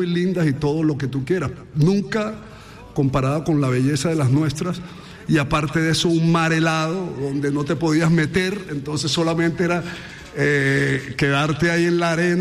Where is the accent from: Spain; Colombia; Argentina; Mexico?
Colombia; Santa Marta, Magdalena; Feliz de estar en mi tierra, además, en Santa Marta. Por fin.